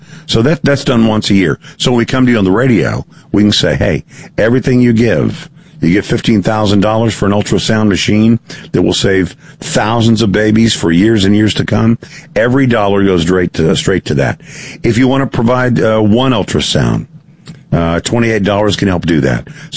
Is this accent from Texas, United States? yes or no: yes; Dallas, Texas, United States; I was born in Dallas. I'm a native Texan.